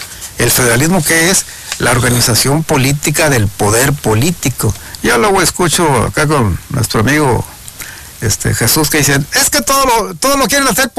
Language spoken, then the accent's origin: Spanish; Mexico